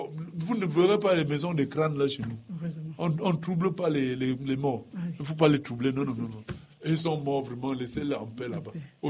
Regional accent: Tonga, West, Cameroon; Je me rappelle chez nous dans le Ndé, chez moi à Tonga, je ne pense pas.

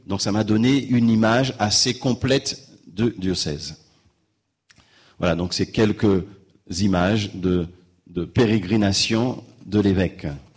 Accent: Guadeloupe; Chez nous, en Guadeloupe

